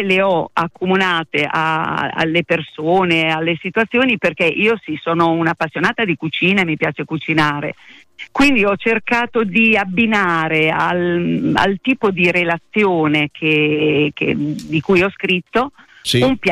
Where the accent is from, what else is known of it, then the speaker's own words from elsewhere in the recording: Rimini, Emilia-Romagna, Italy; also born or lived in Rome; Rimini è nel mio DNA. Quindi sì, sono nata a Rimini, sono vissuta per tanti anni, tuttora vivo qui, anche se per circa 10 anni, negli anni 90, ho vissuto a Roma.